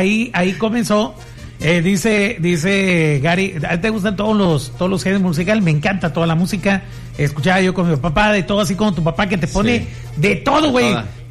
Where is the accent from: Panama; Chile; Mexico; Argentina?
Mexico; Apatzingán, Michoacán; soy de Apatzingán